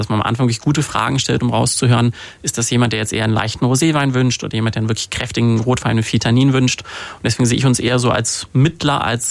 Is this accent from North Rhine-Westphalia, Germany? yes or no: yes; Cologne, North Rhine-Westphalia, Germany; Über Umwege. Ich komme aus Köln. Das ist eine Stadt, die eher für Bier als für Wein bekannt ist.